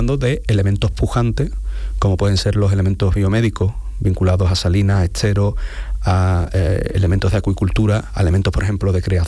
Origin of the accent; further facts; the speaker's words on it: Cádiz, Andalusia, Spain; para los que somos de aquí de Cádiz